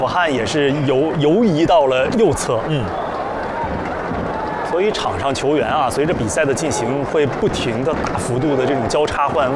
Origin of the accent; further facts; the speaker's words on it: Northeast China, China; accent: Northeastern (Dongbei) dialect; 这个用我们东北话说，这叫在草地上粗溜了一下